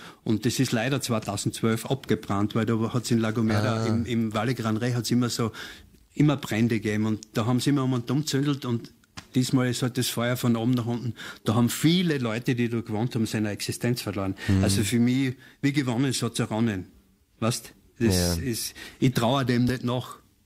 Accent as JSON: {"language": "German", "town": "Soboth", "region": "Styria", "country": "Austria", "said": "Habe ich gesagt, nein, ich bin ein Steirer. Und daheim bin ich in der Sobot."}